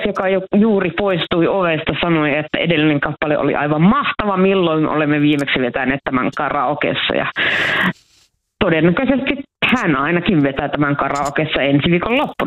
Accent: Oulu, North Ostrobothnia, Finland; nyt on koulussa kotikaupungissani ilmakitaran 30-vuotiaat ja on aikoinaan toiminut siellä tällaisena kansainvälisenä ilmakitara-emäntänä jopa ihan tämmöiseen dokumenttiin asti ja silloinkin käytiin karaokeessa, eli Oulun klassisessa karaoke-baarissa.

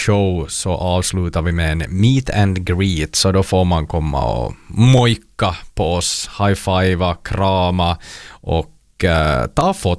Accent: Ostrobothnia, Finland; Ni är lite, jag är som österbottning. Så jag känner att vi har någon slags connection.

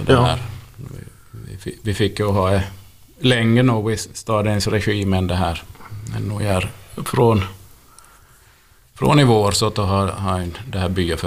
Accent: Pensala, Ostrobothnia, Finland; jag är nog infödd Pensalbo

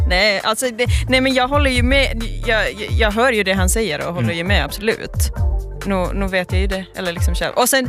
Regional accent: Finland; accent: Finland Swedish; also born or lived in Sweden; att man ju är finlandssvensk och så.

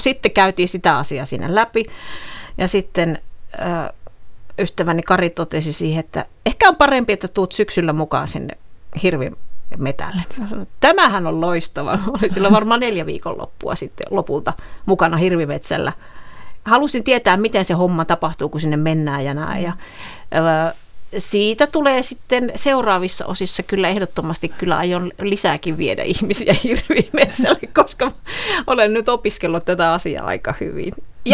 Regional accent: Eastern Finland, Finland; born there; moved away; siellä kotipuolessa Itä-Suomessa, siellä Kaskinkylässä

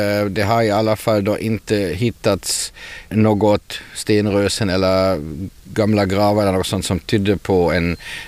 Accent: Vörå, Ostrobothnia, Finland; min hemkommun i Vörå

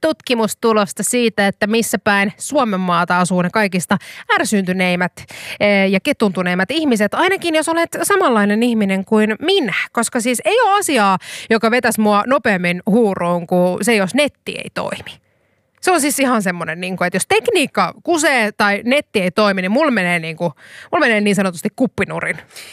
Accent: Järvenpää, Uusimaa, Finland; oma rakas kotikaupunkini Järvenpää

